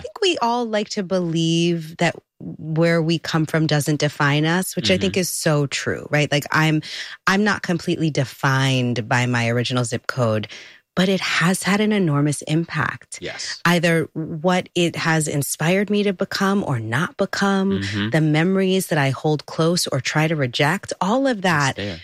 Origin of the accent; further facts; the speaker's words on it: New York, United States; growing up on Pugsley Avenue was that pool in the center of Jamie Towers. I grew up at that pool.